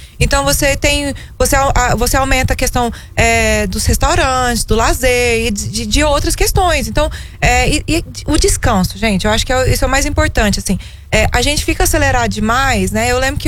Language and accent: Portuguese; Brazil; a gente não se adapta como brasileiro